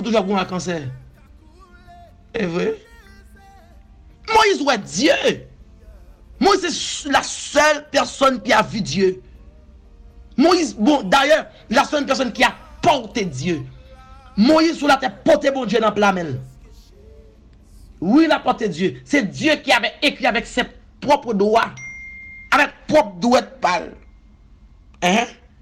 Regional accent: Haiti; Pas de problème, je suis haïtienne, vous commentez, non.

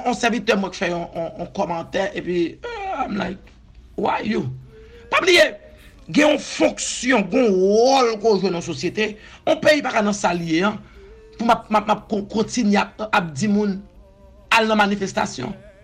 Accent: Haiti; Pas de problème, je suis haïtienne, vous commentez, non.

